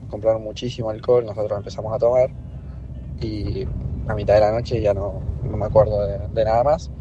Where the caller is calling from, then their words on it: Las Heras, Argentina; Nosotros somos de Las Heras